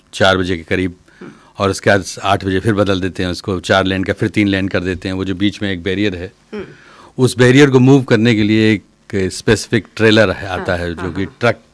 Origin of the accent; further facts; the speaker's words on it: Rae Bareli, Uttar Pradesh, India; now in United Kingdom; मैं आया हूँ रायबरेली से, रायबरेली का रहने वाला हूँ